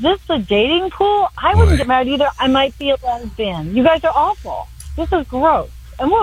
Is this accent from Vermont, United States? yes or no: yes; Vermont, United States; And we're from Vermont, and we have to come to New York. We got kids who live here. We hate it.